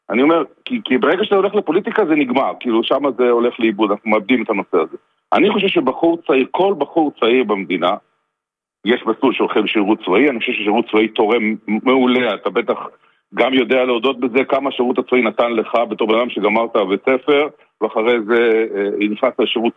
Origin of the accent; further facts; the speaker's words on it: Haifa, Haifa District, Israel; אני מחיפה, כן, הולך לבית חולים רמב"ם